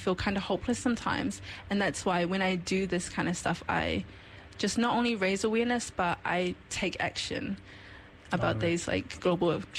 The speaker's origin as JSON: {"language": "English", "country": "New Zealand", "tie": "born there", "said": "as a Kiwi, as someone being born in New Zealand, I'm proud of just being able to be proud of my identity. As a Samoan"}